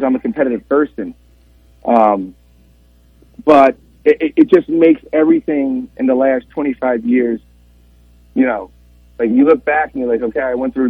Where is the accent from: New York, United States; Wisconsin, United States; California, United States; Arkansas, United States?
New York, United States; growing up in New York